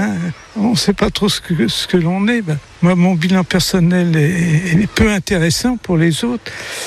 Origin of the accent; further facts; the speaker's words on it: Nevers, Bourgogne-Franche-Comté, France; also born or lived in Paris; now in Anglet, France; À Paris d'abord, et puis ma jeunesse dans le Nivernais, parce que je suis de Nevers.